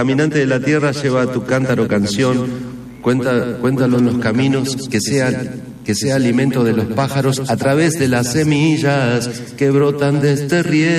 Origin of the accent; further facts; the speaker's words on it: Moreno, Buenos Aires Province, Argentina; mis hermanos me dicen, pero si vos sos más de Capital que de acá, de Moreno, pues yo soy de Moreno.